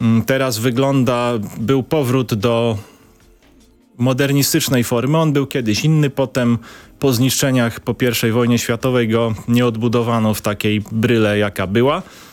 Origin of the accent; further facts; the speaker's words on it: Rzeszów, Subcarpathian Voivodeship, Poland; born there; Ja mieszkam w Rzeszowie od 37 lat z przerwami. Pierwsze 7 lat spędziłem gdzie indziej, pod Rzeszowem.